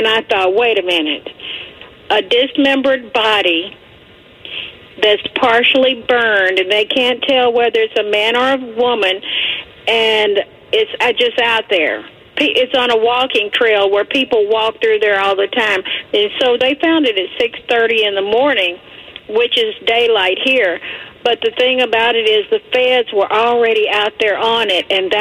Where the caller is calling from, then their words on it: Fort Worth, Texas, United States; I live in Fort Worth, and Grapevine is like not very far from me, maybe 10 miles or so.